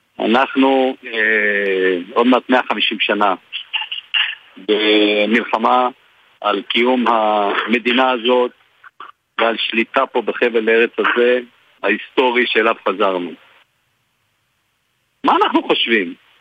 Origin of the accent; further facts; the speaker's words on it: Northern District, Israel; אני גדלתי בצפון דרך אגב, אני נולדתי במושב בליעזר וגדלתי והתחנכתי שם.